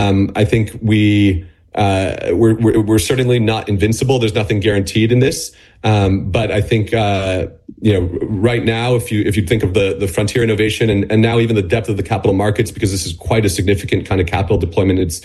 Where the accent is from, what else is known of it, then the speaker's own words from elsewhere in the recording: United States; Well, you know, me personally, I'm an American